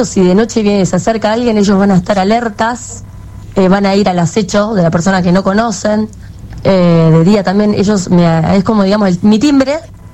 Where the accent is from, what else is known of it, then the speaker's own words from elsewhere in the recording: Merlo, Buenos Aires Province, Argentina; Yo de Merlo.